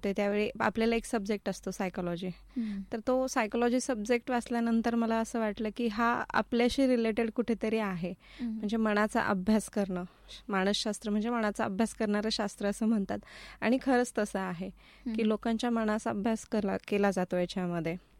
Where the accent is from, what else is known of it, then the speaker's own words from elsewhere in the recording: Umbraj, Maharashtra, India; moved away as an adult; also born or lived in Secunderabad; now in Ahilyanagar, India; माझं प्रॉपर गाव जे आहे सातारा जिल्ह्यामध्ये उंब्रज म्हणून गाव आहे, मी तिकडची आहे आणि मला सिव्हिल हॉस्पिटलमध्ये नोकरी लागल्यापासून मग मी इथे जॉईन केलेलं आहे.